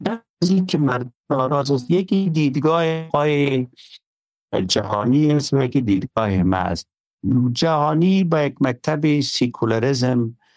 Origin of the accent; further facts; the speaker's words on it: Pashtun areas, Afghanistan; من خودم یک پشتون هستم